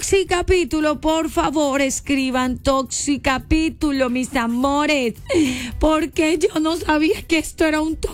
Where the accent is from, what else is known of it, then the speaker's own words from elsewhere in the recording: Colombia; nosotros como colombianos y patriotas